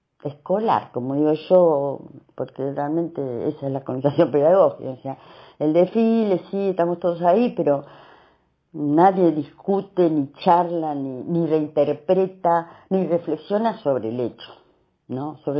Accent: Argentina; somos argentinos

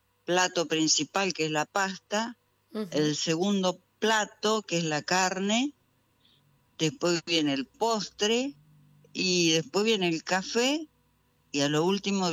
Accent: Argentina; nosotros los argentinos

